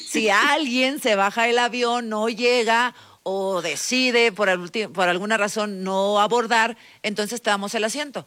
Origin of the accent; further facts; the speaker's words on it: Nuevo León, Mexico; Porque, bueno, pues ahí en Nuevo León tuvimos, yo soy de Nuevo León, al primer gobernador independiente